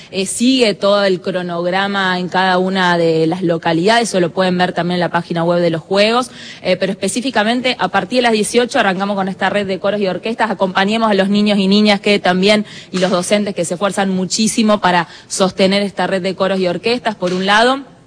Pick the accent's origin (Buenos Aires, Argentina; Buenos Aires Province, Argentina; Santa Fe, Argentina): Santa Fe, Argentina; vamos a compartir como santafesinos que somos.